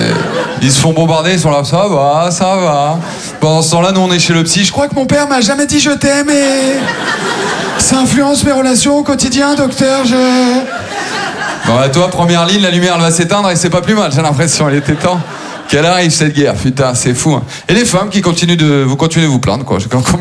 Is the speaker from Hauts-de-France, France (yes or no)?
yes; Maubeuge, Hauts-de-France, France; J'ai grandi à Maubeuge, c'est la 7e ville la plus pauvre de France, voilà, parce qu'ils ont fait un classement les bâtards.